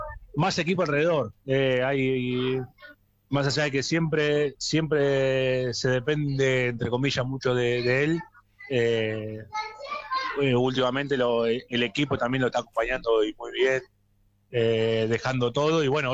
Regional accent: Argentina

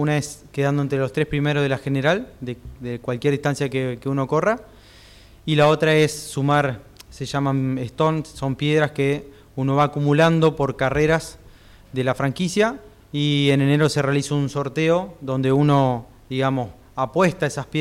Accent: La Paz, Entre Ríos, Argentina; moved away as an adult; now in Santa Fe, Argentina; Soy nacido acá en Santa Fe, pero viví toda mi infancia en La Paz, Entre Ríos

